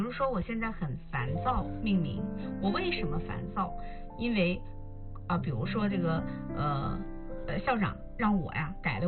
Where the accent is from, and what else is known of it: China